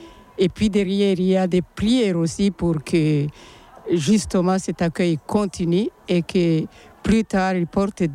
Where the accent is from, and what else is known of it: Mayenne, Pays de la Loire, France